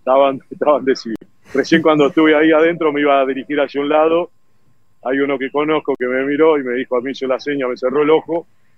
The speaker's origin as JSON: {"language": "Spanish", "country": "Argentina", "said": "Y no somos termos los argentinos nomás, ¿eh?"}